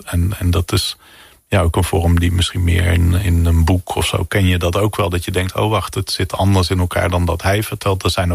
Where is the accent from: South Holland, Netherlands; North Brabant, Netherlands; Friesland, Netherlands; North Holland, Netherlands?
North Brabant, Netherlands; Ik kom ook uit Brabant en daar, en in de traditie van de kunst is er ook wat meer.